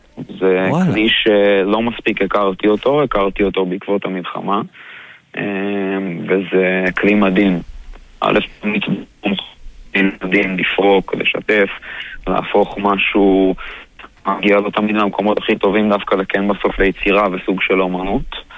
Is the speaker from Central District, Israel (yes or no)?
yes; Ra'anana, Central District, Israel; בן 25, מרעננה